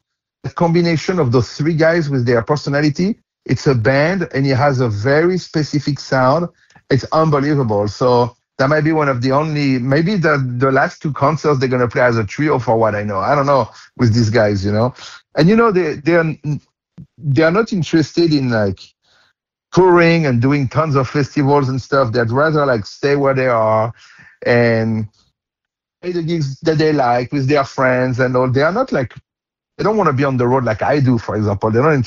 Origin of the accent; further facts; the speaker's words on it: Fontainebleau, Île-de-France, France; English is a second language; moved away; I'm from Fontainebleau. So for me, it's my roots. And I grew up among the gypsies